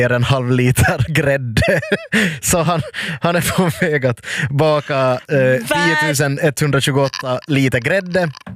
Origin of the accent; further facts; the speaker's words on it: Finland; Vi är från Finland.